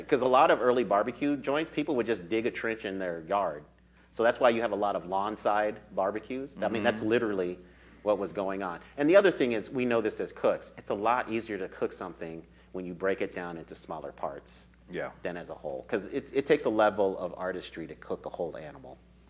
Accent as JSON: {"language": "English", "town": "Denver", "region": "Colorado", "country": "United States", "tie": "born or raised there", "said": "growing up in Denver"}